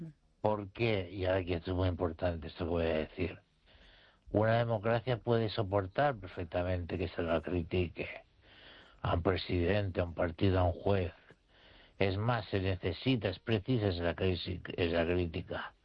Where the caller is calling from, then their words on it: Spain; soy un español que razona